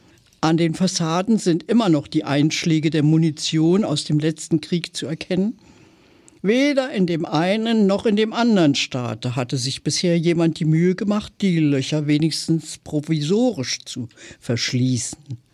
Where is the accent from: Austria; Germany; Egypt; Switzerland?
Germany; Berlin; Ich stamme zum Beispiel aus Berlin, war auch gewissermaßen Frontstadt.